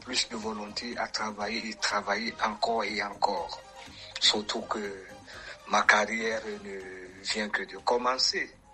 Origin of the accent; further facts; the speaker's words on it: Cameroon; je suis déjà camerounais … fils d'une mère Malimba et d'un père Wodi.